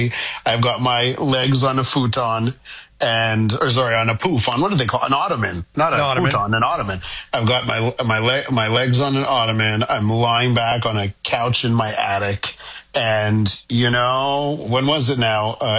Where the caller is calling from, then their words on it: Quebec, Canada; Listen, you know, in Quebec, I come to you from Soviet Quebecistan, as you know. And, you know, here we like to tax you. You know, they know how to tax in Quebec.